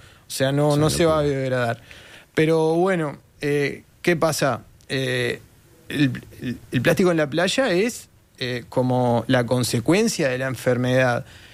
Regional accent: Rocha, Uruguay; now in Maldonado, Uruguay; yo soy surfista de ahora de Maldonado, pero me crié en Rocha

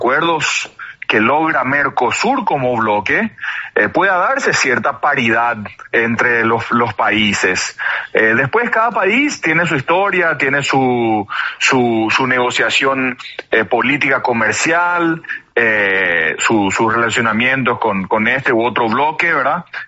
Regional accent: Paraguay

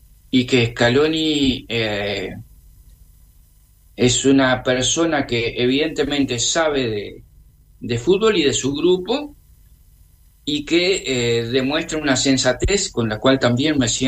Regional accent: Uruguay; yo si no sería uruguayo, sería argentino

